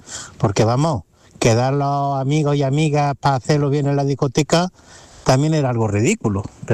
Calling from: Jaén, Andalusia, Spain

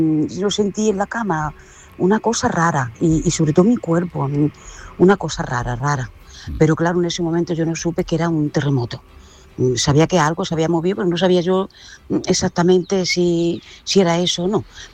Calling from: Jaén, Andalusia, Spain

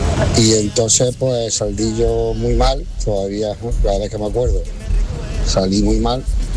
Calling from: Málaga, Andalusia, Spain; de Málaga.

